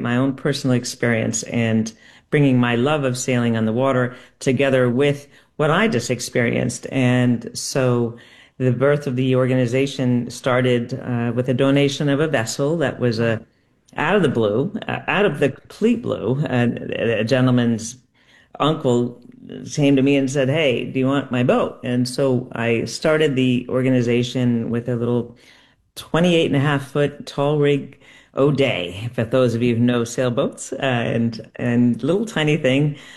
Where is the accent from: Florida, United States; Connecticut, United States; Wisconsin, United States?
Connecticut, United States; now in Burlington, Vermont, United States; I grew up sailing in Connecticut.